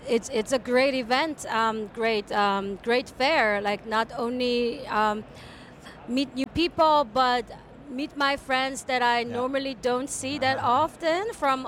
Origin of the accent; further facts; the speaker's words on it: South Korea; English is a second language; also born or lived in United States; now in Netherlands; I'm originally from South Korea. And I lived in a various country. Before I came to the Netherlands, I was in US for a while.